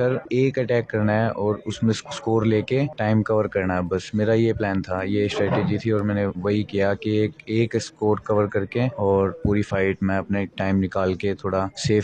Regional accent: Delhi, India

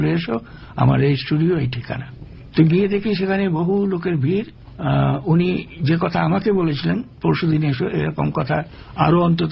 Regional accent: Kolkata, West Bengal, India; moved away as an adult; আমি কলকাতার লোক

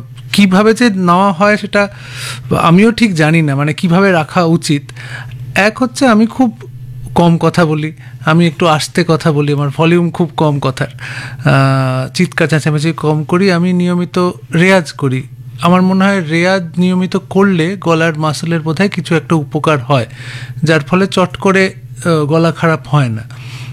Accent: Kolkata, West Bengal, India; moved away as an adult; আমি তো দীর্ঘদিন প্রবাসে ছিলাম, এবার এই প্রবাস থেকে কলকাতা ফিরছি, বাড়িতে থাকব

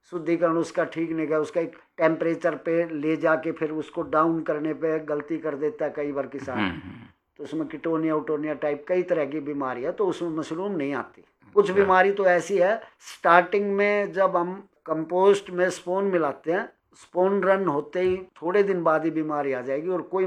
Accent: Delhi, India; मैं तो दिल्ली का ही रहने वाला हूँ

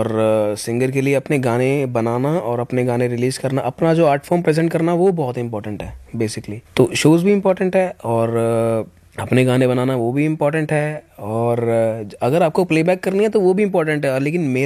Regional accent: Punjab, India; मैं भी पंजाबी हूँ, वो भी पंजाबी हैं, और पूरे पंजाब को वर्ल्ड वाइड रिप्रेजेंट भी कर रहे हैं

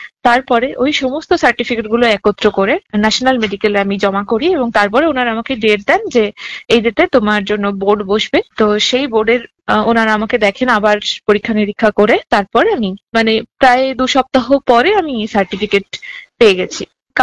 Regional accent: Medinipur, West Bengal, India; now in Kolkata, India; আমার বাড়ি যেহেতু মেদিনীপুরে

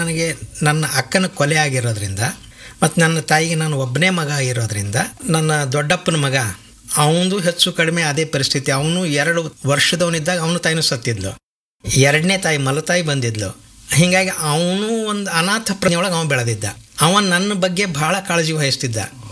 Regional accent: Karnataka, India; ನಮ್ಮ ಊರಿನೊಳಗೆ ಬೀದರ್ ಜಿಲ್ಲೆಯೊಳಗೇ ಕನ್ನಡ ಮಾಧ್ಯಮದ ಶಾಲೆಗಳೇ ಇರಲಿಲ್ಲ.

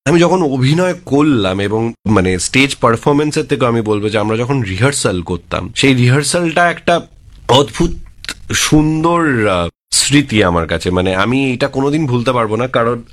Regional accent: Kolkata, West Bengal, India; also born or lived in Khardah; আমার ছোটবেলাটা কেটেছে মূলত লেক গার্ডেন্সে, আমি কলকাতাতে, সাউথ কলকাতায় লেক গার্ডেন্সই আমার বড় হয়ে ওঠা। কিন্তু তার সাথে আমার মামার বাড়ি হলো খড়দা, ঠিক সোদপুর ক্রস করি তারপরে স্টেশন, তো সেখানে আমি অনেকটা সময় কাটিয়েছি আমার ছোটবেলায়

